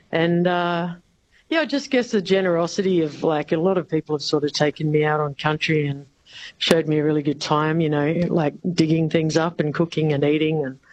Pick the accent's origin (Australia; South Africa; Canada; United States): Australia; Launceston, Tasmania; In Tasmania, in a place called Launceston.